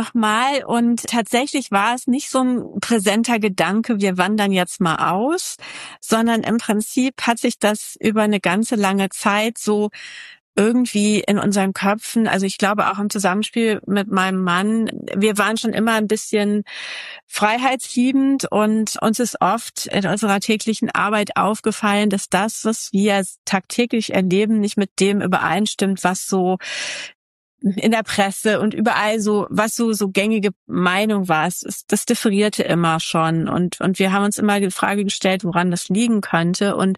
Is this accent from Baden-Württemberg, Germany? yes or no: no; Mönchengladbach, North Rhine-Westphalia, Germany; moved away as an adult; also born or lived in Göttingen / Einbeck; now in Halifax, Canada; Also ich komme ganz ursprünglich aus Mönchengladbach, es am linken Niederrhein liegt. Ich habe meinen Mann getroffen dann, der aus Celle kommt, und wir beide sind dann gemeinsam nach Einbeck gezogen. Zuerst nach Göttingen und dann später nach Einbeck.